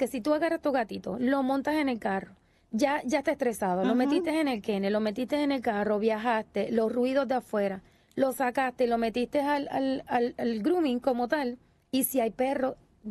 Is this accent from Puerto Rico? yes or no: yes; Bayamón, Puerto Rico; Yo soy de Bayamón, pero yo hago rutas por pueblo.